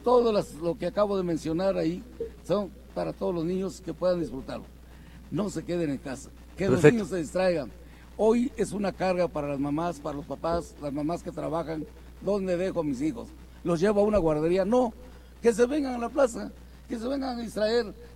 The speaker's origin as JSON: {"language": "Spanish", "region": "Puebla", "country": "Mexico", "said": "soy poblano"}